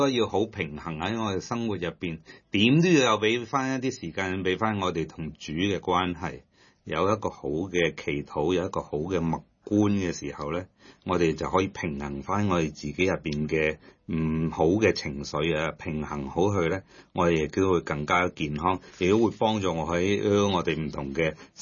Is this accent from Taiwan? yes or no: no; China; 易学其实就是我们中国人的数